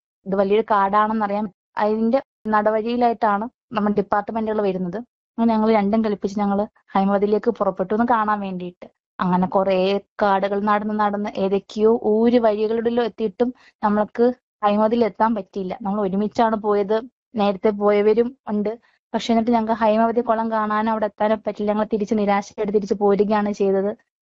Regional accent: Kottarakkara, Kerala, India; ഞാൻ കൊട്ടാരക്കര സ്വദേശിനി ആയതുകൊണ്ട് തന്നെ എവിടെ പോയാലും നാട് ചോദിക്കുമ്പോൾ കൊട്ടാരക്കര എന്ന് പറയുമ്പോൾ ചേർന്ന് വരുന്ന ഒരു വാക്കാണ് ഉണ്ണിയപ്പം കൊണ്ടുവരാണ്.

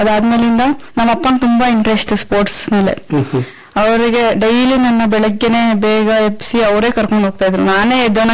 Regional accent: Bhadravati, Karnataka, India; ಭದ್ರಾವತಿನಲ್ಲಿ, ಇಲ್ಲೇ ನಾನು ಹುಟ್ಟಿದ್ದು ಬೆಳೆದಿದ್ದು ಎಲ್ಲ. ಇಲ್ಲಿ 10th ವರೆಗೂ ಸತ್ಯಸಾಯಿ ಸ್ಕೂಲ್ ಅಲ್ಲಿ ಓದಿದ್ದು.

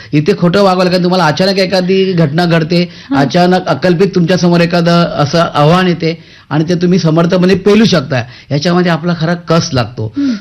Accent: Mumbai, Maharashtra, India; मी ज्या भागात वाढलो, लालबाग परळ, मला माझ्या काकांनी 5 वर्षात असताना मुंबईला आणलं आणि त्यांनी माझ्या आयुष्याला आकार दिला.

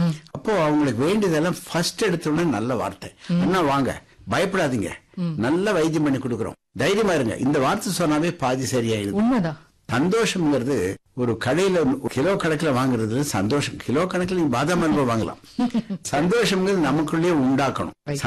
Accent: Tamil Nadu, India; born or raised there

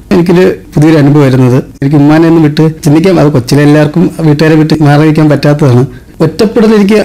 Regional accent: Kerala, India; സ്വദേശം വർക്കല നെടുങ്കണ്ടം എന്ന് പറയുന്ന സ്ഥലത്ത്.

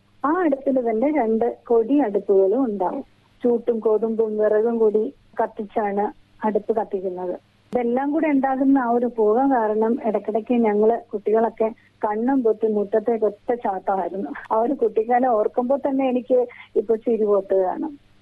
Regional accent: Thiruvananthapuram, Kerala, India; എന്റെ വീട് തിരുവനന്തപുരത്ത് ശ്രീവരാഹത്താണ്.

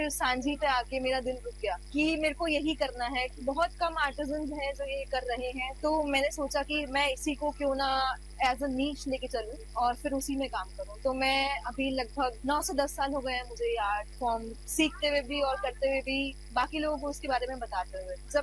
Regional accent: Bhadarwad, Haryana, India; और मैं भादरवाड़ हरियाणा से आई हूँ।

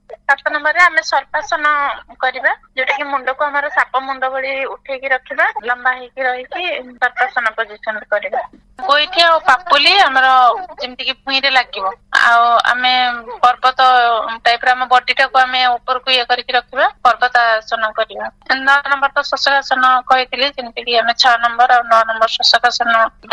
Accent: Balasore, Odisha, India; ଆମ ଘର ବାଲେଶ୍ୱର।

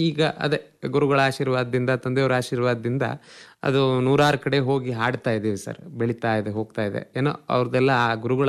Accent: Harlapur, Karnataka, India; ನಮ್ಮೂರಲ್ಲಿ ಹರ್ಲಾಪುರಲ್ಲಿ.

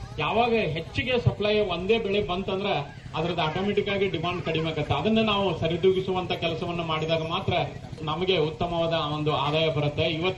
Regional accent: Dharwad, Karnataka, India; born there; ನಾನು ಚಿಕ್ಕವನಿದ್ದಾಗ ನಾವು ಸುಮಾರು 10 ಎಕರೆ ಪೊಟ್ಯಾಟೊ ಬೆಳೀತಾ ಇದ್ವಿ ಧಾರವಾಡದಲ್ಲಿ.

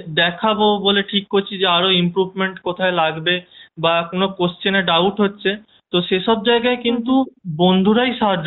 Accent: Ghatal, West Bengal, India; born there; also born or lived in Purulia; না না না আমার বাড়ি পশ্চিম মেদিনীপুরে ঘাটালে।

